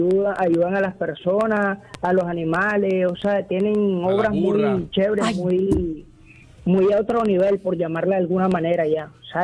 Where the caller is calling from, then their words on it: Soledad, Atlántico, Colombia; de la ciudad de Barranquilla, municipio Soledad.